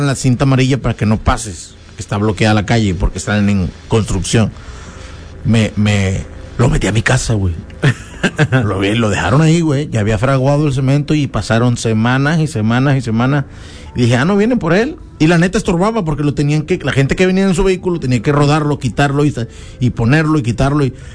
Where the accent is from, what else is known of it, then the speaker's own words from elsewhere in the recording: Mexico; Y como buen mexicano